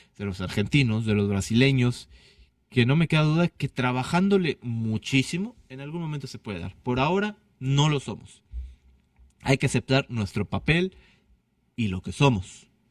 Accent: Mexico

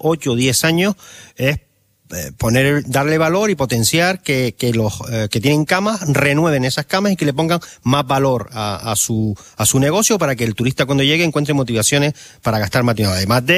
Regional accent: San Bartolomé de Tirajana, Canary Islands, Spain; Yo soy del sur. Tú sabes que yo soy del sur de Gran Canaria, soy de San Bartolomé, de Tirajana.

